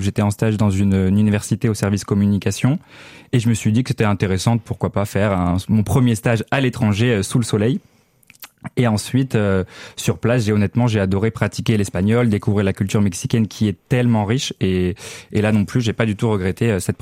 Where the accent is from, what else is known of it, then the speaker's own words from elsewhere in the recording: France; Moi, je me présentais à tous les professeurs en disant que j'étais Erasmus, que je venais de France